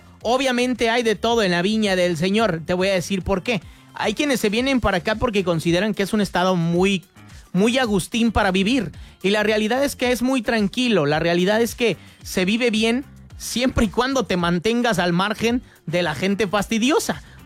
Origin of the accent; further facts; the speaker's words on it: Querétaro, Mexico; Estoy, yo soy de Querétaro, jaja.